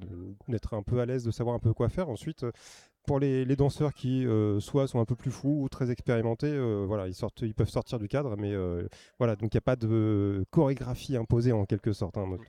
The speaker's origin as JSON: {"language": "French", "town": "Rouen", "region": "Normandy", "country": "France", "said": "parce qu'on est de Rouen, rive gauche pour la plupart, donc quartier Jardin des Plantes."}